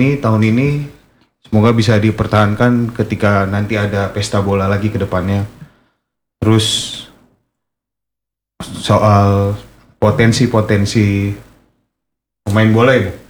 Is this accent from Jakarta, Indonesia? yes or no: yes; Jakarta, Indonesia; born there; moved away as an adult; now in Boven Digoel, Indonesia; Saya jauh-jauh datang dari Jakarta, Bu. Saya kelahiran Jakarta